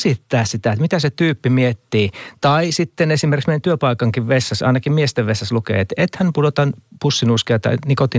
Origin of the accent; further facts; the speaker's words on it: Luumäki, South Karelia, Finland; kotikunnassani Luumäellä